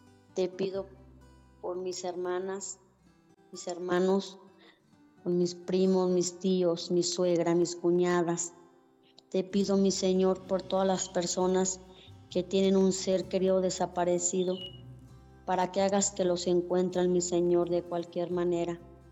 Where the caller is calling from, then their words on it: Ocotlán, Jalisco, Mexico; De aquí de Ocotlán, Jalisco.